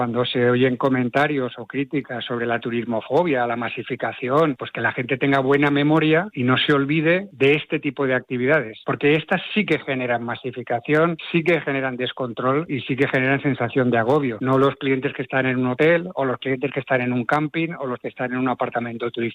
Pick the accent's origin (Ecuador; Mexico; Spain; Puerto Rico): Spain; como ciudadano español me parece muy cuestionable que ni pague impuestos ni tenga nada